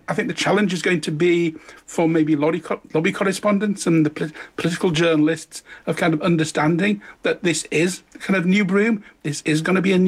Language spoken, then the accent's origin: English; the north of England, United Kingdom; now in Leeds, United Kingdom; I'm not somebody from the Westminster bubble. I'm from the North. I'm based in Leeds.